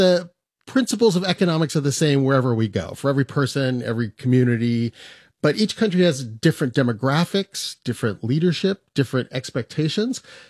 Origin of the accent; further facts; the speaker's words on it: Australia; I guess as an Australian, koala economics was already taken.